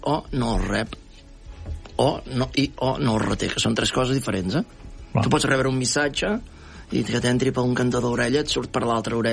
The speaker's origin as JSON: {"language": "Catalan", "town": "Arenys de Mar", "region": "Catalonia", "country": "Spain", "tie": "born or raised there", "said": "És d'Arenys de Mar, que és el darrer poble del Bisbat de Girona. Quan érem petits, la gent jugava amb garrofers i per vinyes"}